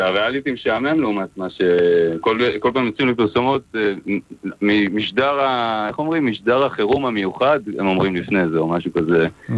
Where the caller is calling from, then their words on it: Petah Tikva, Central District, Israel; אני מפתח תקווה